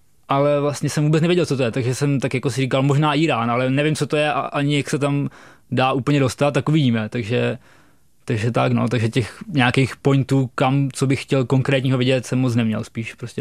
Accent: Chotěboř, Vysočina Region, Czechia; born there

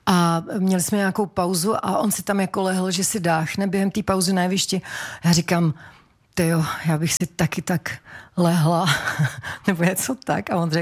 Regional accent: Brno, South Moravian Region, Czechia; moved away as an adult; also born or lived in Uherské Hradiště; now in Prague, Czechia; já jsem Brňačka, jak poleno.

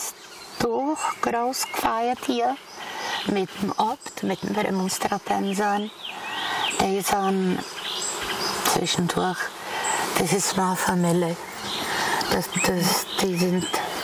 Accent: Aš, Karlovy Vary Region, Czechia; So bin ich in Asch geboren.

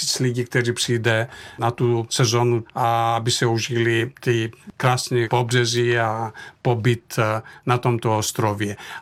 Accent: Thessaly, Greece; now in Czech Republic; když jsem odcházel z Měchom města, který se nachází uprostřed nejúrodnější oblasti Řecka, je to region Tesálie, tak to město mělo přes 6 tisíc obyvatel

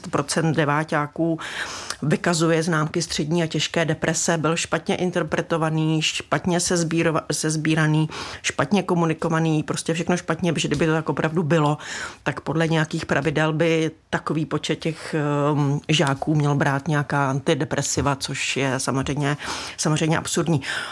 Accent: Pardubice, Pardubice Region, Czechia; Já jsem z Pardubic a vím, že se vždycky říkalo, chodí se pracovat do Zemtína.

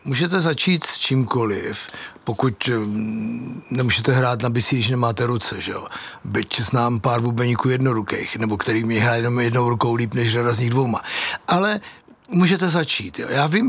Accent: Prague, Czechia; my dva jsme z Prahy

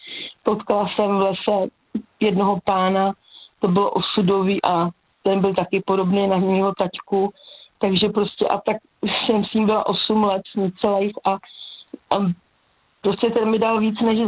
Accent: Hladov, Vysočina Region, Czechia; Vyrůstali jsme na Hájence, na Hladově a byli jsme vychovávaní povojensky.

